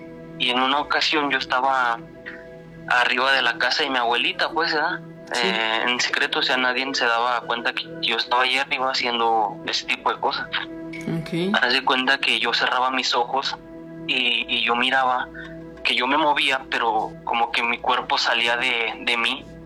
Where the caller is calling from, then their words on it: San Francisco del Rincón, Guanajuato, Mexico; soy de San Francisco del Rincón, Guanajuato.